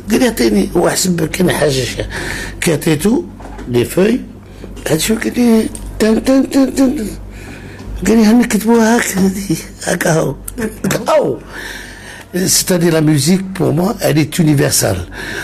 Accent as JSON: {"language": "French", "region": "West", "country": "Algeria", "said": "Même chez moi, j'ai trouvé des difficultés parce que nous, les gens de l'Ouest, on a notre langue, notre dialecte qui est différent de l'autre côt"}